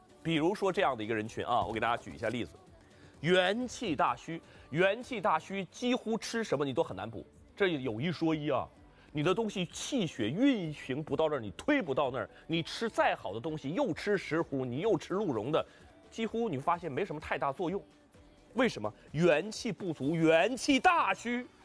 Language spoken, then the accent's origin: Chinese; Heilongjiang, China; 所以不是说因为东北我黑龙江离那儿近